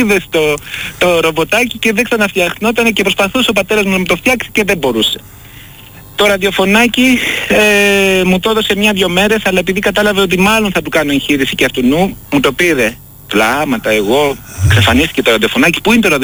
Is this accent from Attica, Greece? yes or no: yes; Athens, Attica, Greece; also born or lived in Tripoli; Ήμασταν τότε στην Τρίπολη που είχα γεννηθεί εγώ. Βέβαια μεγάλωσα στην Αθήνα, σε ένα σπίτι, τέλος πάντων, το οποίο ήταν νοικιασμένο